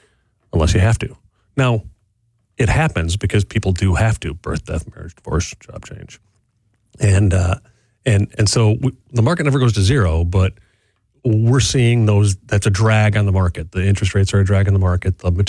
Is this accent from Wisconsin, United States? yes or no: yes; Whitefish Bay, Wisconsin, United States; now in Wauwatosa, United States; Yeah. You know, I grew up in Whitefish Bay. I live in Wauwatosa now.